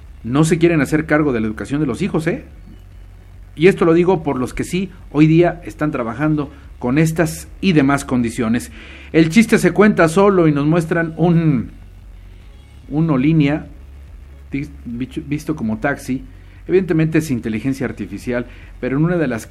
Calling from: Ocotlán, Mexico; de Ocotlán, Tepatlasco, saludos, excelente día.

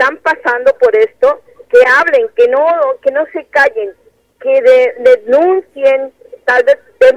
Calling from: Mexico; Como mexicana que soy

